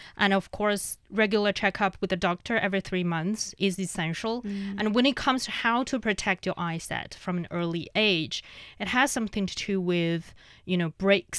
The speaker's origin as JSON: {"language": "English", "region": "Inner Mongolia", "country": "China", "second_language": "English", "said": "Yeah, I'm from Inner Mongolia."}